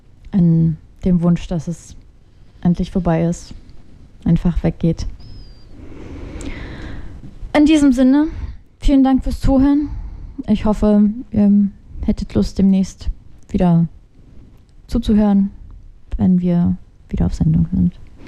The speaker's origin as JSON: {"language": "German", "town": "Chernihiv", "region": "Chernihiv Oblast", "country": "Ukraine", "moved": "yes", "said": "ich komme aus Tschernihiw, ich habe vor allen Dingen starke Verbindungen dahin"}